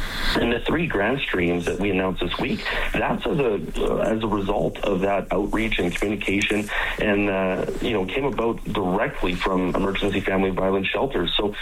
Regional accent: Saskatchewan, Canada; I mean, I grew up in another part of Canada. I grew up in Saskatchewan. I remember coming to Alberta in the late 90s with my family

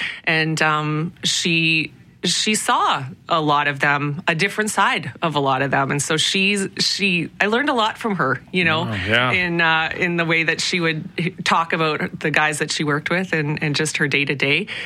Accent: Prince Albert, Saskatchewan, Canada; But yeah, growing up in Prince Albert, Saskatchewan, and then high school was really where it was a pivotal moment

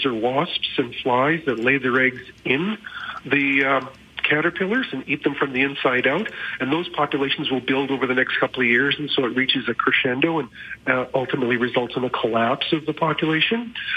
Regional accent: Edmonton, Alberta, Canada; When I was a little kid growing up in Edmonton

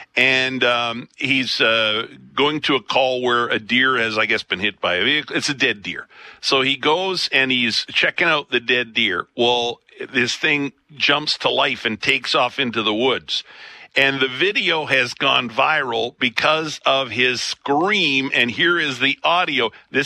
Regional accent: Picture Butte, Alberta, Canada; You grew up in Lethbridge. Yeah. I grew up in Picture View. Ed's Dairy Bar across the street from us.

